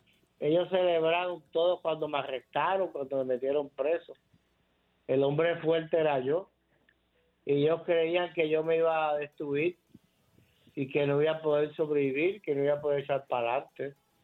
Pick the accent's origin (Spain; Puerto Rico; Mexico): Puerto Rico; born there